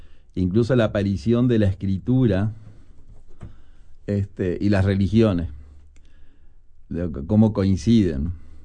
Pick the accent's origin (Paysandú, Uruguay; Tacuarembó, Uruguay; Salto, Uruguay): Paysandú, Uruguay; now in Montevideo, Uruguay; Es decir, en Paysandú, donde hice todo. Bueno, soy de Paysandú